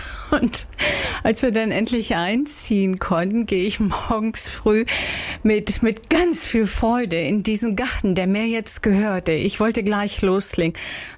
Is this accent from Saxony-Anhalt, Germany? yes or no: no; Wuppertal, North Rhine-Westphalia, Germany; Ich habe meine Kindheit am Rande von Wuppertal bei Düsseldorf verbracht